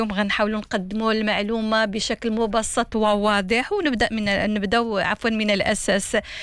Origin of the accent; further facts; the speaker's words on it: Morocco; عندنا في المغرب